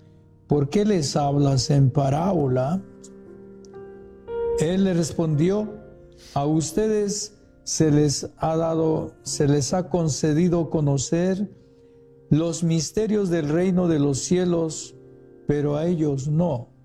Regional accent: Peru; now in Los Angeles, United States; aquí de Los Ángeles, incardinado ya hace más de 10 años. Pues soy originario de origen peruano.

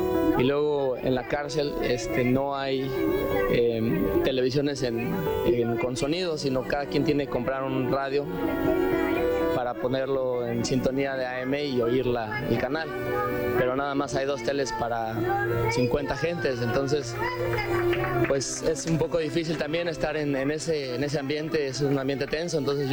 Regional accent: San Diego, California, United States; soy de San Diego y pues antes de mi conversión a través de ESNE Radio

